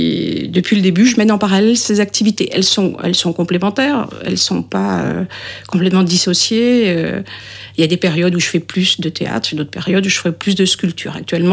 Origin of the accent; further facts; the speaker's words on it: Brest, Brittany, France; born there; Je suis bretonne, je suis née à Brest et je suis partie travailler à Paris parce que il y avait un peu plus